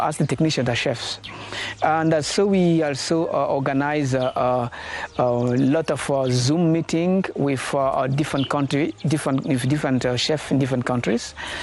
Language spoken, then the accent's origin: English; Germany; born or raised there; moved away